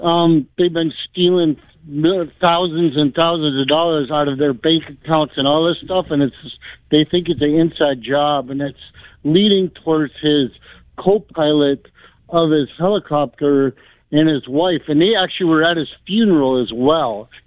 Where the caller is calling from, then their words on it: Wisconsin, United States; from Wisconsin.